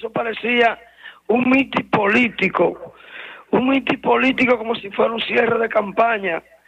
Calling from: Dominican Republic; no somos de Nueva York ni de México, somos de República Dominicana.

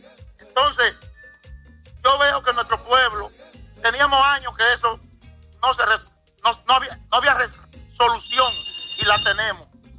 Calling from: Moca, Espaillat, Dominican Republic; Vivo en Moca y paro en San Vito.

